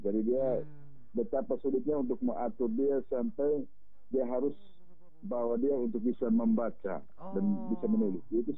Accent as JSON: {"language": "Indonesian", "town": "South Central Timor", "region": "East Nusa Tenggara", "country": "Indonesia", "tie": "born there", "said": "hasil asesmen nasional khusus di tempat kelahiran saya di Kabupaten TTS itu Kakak sering jadi kabupaten terakhir"}